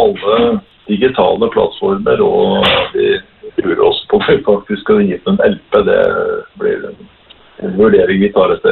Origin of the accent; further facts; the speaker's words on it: Rjukan, Vestfold og Telemark, Norway; jeg var jo veldig ivrig med platespilleren hjemme på Rjukan i alle år